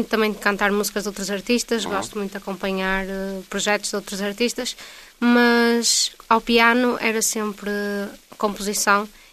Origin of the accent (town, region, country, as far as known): Vila Nova de Famalicão, Norte, Portugal; also born or lived in Mirandela / Alvites